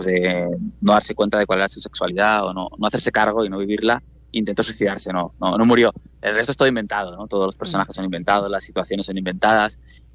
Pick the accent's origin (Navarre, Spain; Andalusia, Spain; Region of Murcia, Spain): Navarre, Spain; Pamplona; moved away as an adult; also born or lived in Córdoba / Prague; Yo viví en Pamplona, porque soy de Pamplona, me fui a vivir a Córdoba con una beca en la Fundación Antonio Gala